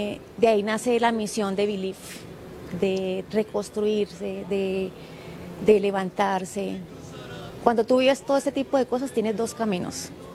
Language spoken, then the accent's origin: Spanish; Colombia